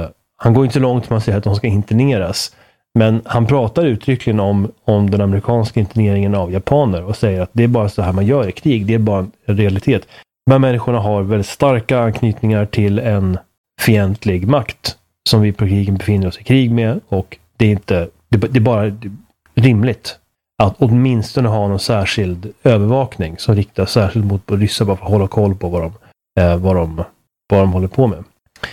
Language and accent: Swedish; Sweden; som svensk betraktare